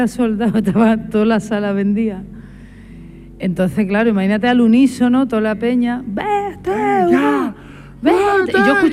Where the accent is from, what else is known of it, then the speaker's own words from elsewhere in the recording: Málaga, Andalusia, Spain; soy de Málaga.